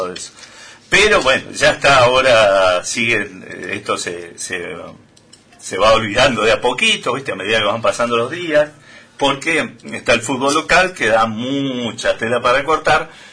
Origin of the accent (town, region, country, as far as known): Argentina